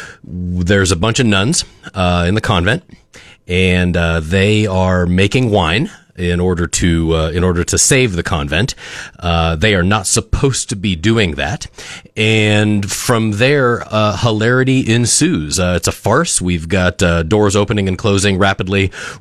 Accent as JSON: {"language": "English", "town": "Cheyenne", "region": "Wyoming", "country": "United States", "said": "I'm from Cheyenne, Wyoming, where I run the theater program at LCCC."}